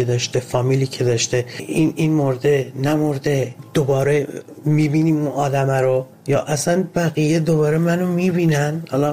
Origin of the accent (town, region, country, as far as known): Ahvaz, Khuzestan, Iran; born or raised there